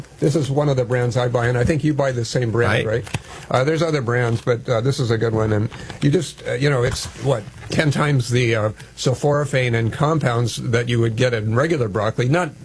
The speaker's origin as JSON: {"language": "English", "region": "Hawaii", "country": "United States", "tie": "born or raised there", "said": "I grew up in Hawaii, and actually, I knew one of the prime researchers."}